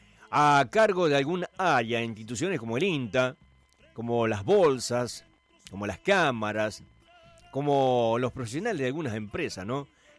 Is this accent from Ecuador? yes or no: no; Argentina; somos inventivos los argentinos.